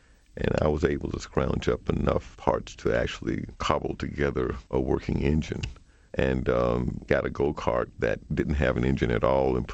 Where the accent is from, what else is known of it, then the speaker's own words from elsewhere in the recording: Mobile, Alabama, United States; I grew up in Alabama. It was Mobile, Alabama.